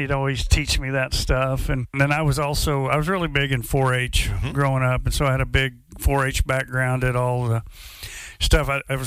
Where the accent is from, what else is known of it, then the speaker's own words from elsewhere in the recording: Tuttle, Oklahoma, United States; I grew up in Tuttle, Oklahoma.